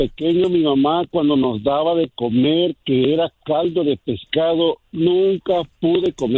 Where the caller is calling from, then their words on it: Guerrero, Mexico; De Guerrero.